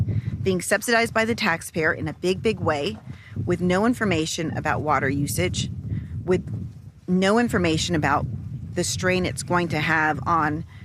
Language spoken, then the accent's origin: English; Texas, United States; And I'm from the Rio Grande Valley, down in South